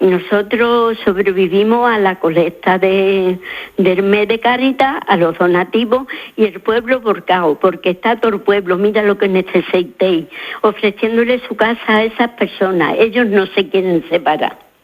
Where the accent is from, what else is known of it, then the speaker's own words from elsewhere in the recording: Zalamea la Real, Andalusia, Spain; born there; Yo nací en Zalamea.